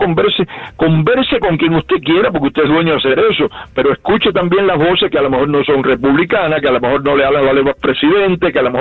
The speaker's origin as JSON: {"language": "Spanish", "country": "Cuba", "said": "sí quiero la libertad de mi pueblo"}